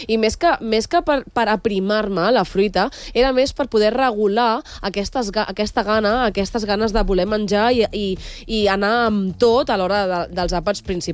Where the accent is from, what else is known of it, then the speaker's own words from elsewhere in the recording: Santa Coloma de Gramenet, Catalonia, Spain; born there; also born or lived in Granollers; Jo vaig néixer a Santaco, nen. Jo vaig néixer a Santaco.